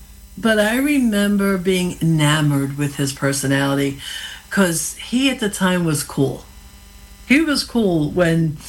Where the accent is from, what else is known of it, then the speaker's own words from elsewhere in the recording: Hudson County, New Jersey, United States; now in Morris County, New Jersey, United States; Yep, I am in Hudson County. Well, I'm in Morris County now, born and bred in Hudson County. So a little bit of a... A true Jersey girl, in other words.